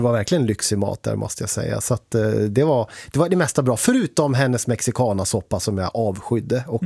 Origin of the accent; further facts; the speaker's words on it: Sweden; Jag växte upp på mindre skolor, i synnerhet en byskola, Välviken